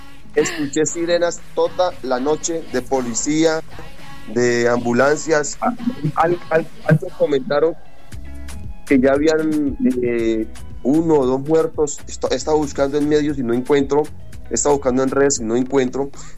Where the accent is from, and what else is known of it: Colombia